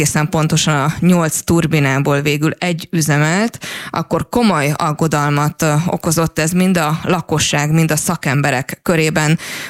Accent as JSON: {"language": "Hungarian", "town": "Paks", "region": "Tolna", "country": "Hungary", "said": "Én paksiként azt vallom"}